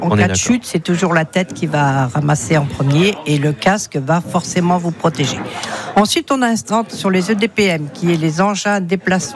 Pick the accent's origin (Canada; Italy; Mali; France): France; Normandy; Alors chez nous, en Normandie